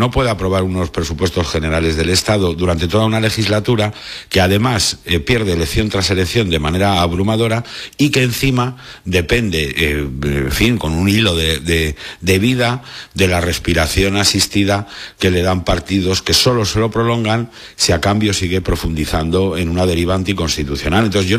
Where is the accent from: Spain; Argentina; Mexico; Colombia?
Spain; Y luego ya como español